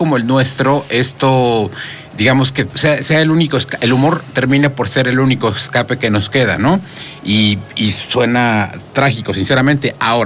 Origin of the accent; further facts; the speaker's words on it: Puebla, Mexico; nosotros como mexicanos o como poblanos